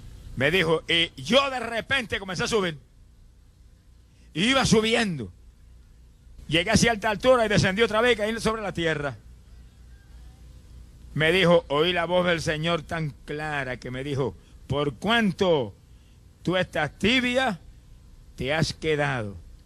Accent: Puerto Rico; en mi país, en Puerto Rico, en un pueblo pequeño

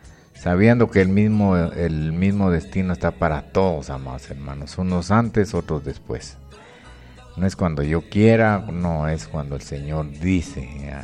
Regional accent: San Pedro Necta, Huehuetenango, Guatemala; moved away; ayer estuve ya por las tierras de San Pedro Neta, mi pueblo

